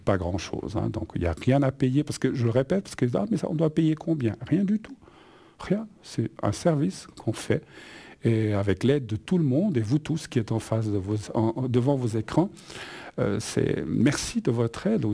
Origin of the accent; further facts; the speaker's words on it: Spain; je suis espagnol, donc vous devez imaginer, catholique